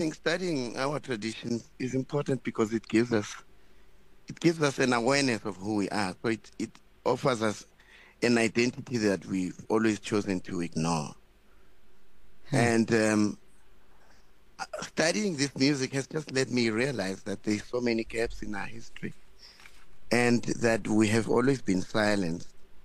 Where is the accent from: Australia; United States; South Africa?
South Africa; Limpopo; On my experiences when I was growing up in Limpopo.